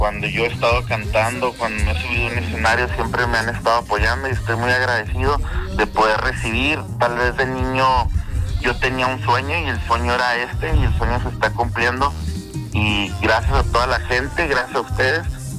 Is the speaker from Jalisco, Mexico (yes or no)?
no; Ciudad Juárez, Chihuahua, Mexico; Y yo soy de Juárez. Yo soy un niño que creció en Juárez.